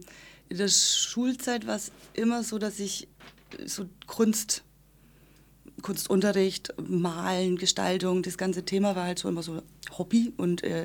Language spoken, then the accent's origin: German; Ahorntal, Bavaria, Germany; moved away as an adult; now in Fürth/Nuremberg, Germany; Aufgewachsen bin ich in der Fränkischen, sagt man immer, so zwischen Bayreuth und Pegnitz im Ahorntal. Also sehr, sehr ländlich und ganz anders als die Nürnberger Welt jetzt hier.